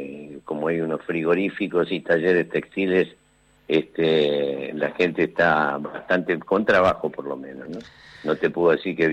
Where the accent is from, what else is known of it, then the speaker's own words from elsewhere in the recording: Capitán Sarmiento, Buenos Aires Province, Argentina; Mi pueblo está igual. Está un poco más grande, pero todo. Yo soy de Capitán Sarmiento, ¿no? A menos de 120 kilómetros acá de la capital.